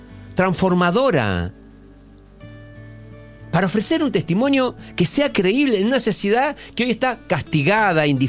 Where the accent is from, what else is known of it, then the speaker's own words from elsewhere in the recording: Argentina; soy un argentino libre que puedo andar por donde quiera.